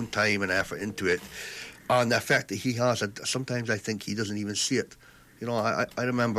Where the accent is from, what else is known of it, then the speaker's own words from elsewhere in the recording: Scotland, United Kingdom; I grew up in Garty